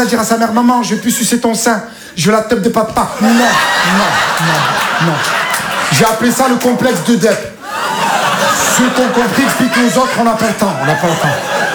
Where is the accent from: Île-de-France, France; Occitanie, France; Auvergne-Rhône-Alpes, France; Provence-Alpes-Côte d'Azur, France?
Provence-Alpes-Côte d'Azur, France; Marseille; accent: Marseille; Je viens de Marseille. J'ai fait le casting et on ne m'a pas pris pour deux raisons. La première, c'est que j'avais l'accent marseillais